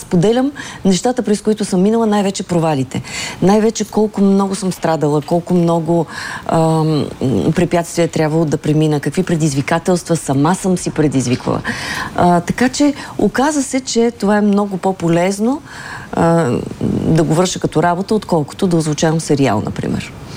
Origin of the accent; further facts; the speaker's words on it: Burgas, Burgas Province, Bulgaria; moved away as an adult; Поканиха ме на среща с учениците в моето Долно Езерово, родното ми място, в родното училище.